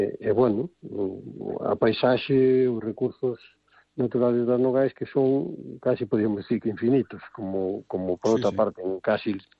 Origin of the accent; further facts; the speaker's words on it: Galicia, Spain; de Galicia, yo que somos galegos, non?